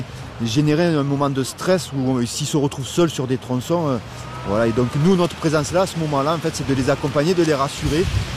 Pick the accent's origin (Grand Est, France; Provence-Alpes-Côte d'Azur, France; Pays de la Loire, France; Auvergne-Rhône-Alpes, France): Provence-Alpes-Côte d'Azur, France; je suis un natif du Mont Ventoux, donc ici je suis chez moi.